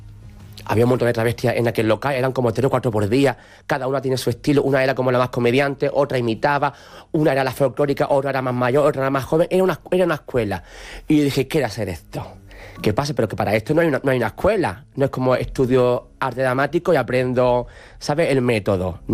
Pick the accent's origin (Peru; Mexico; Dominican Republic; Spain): Spain; Andalusia; No me gusta, siendo andaluz no me gusta.